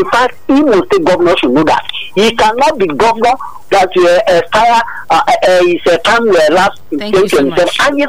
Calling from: Abaranje, Ikotun, Lagos, Nigeria; I'm calling from Abaranje, Ikotun.

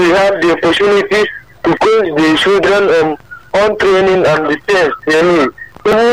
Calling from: Abuja, Federal Capital Territory, Nigeria; I'm calling from Abuja.

